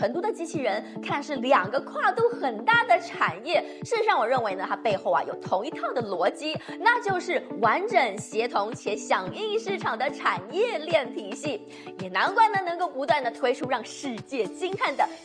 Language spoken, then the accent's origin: Chinese; Taiwan; 当然呢我来自台湾嘛